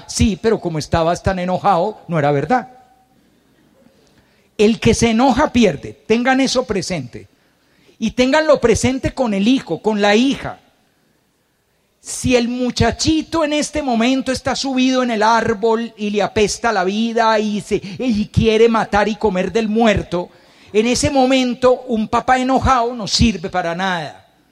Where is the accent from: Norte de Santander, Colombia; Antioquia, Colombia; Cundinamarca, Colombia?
Antioquia, Colombia; somos paisas